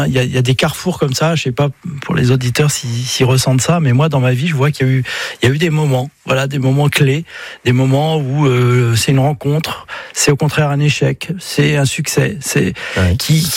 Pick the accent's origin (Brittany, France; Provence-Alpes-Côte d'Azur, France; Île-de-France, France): Brittany, France; je suis breton et puis je le ressens profondément. Donc, de la vallée de la Rance, juste derrière Saint-Malo